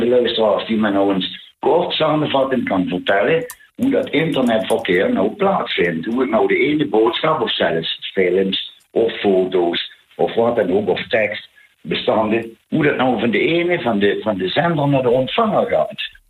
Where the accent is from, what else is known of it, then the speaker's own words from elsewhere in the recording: Limburg, Netherlands; accent: Limburgse accent; met mijn Limburgse accent